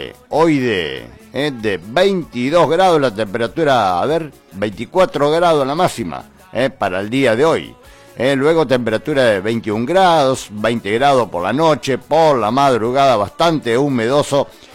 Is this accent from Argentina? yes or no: yes; Argentina; Somos argentinos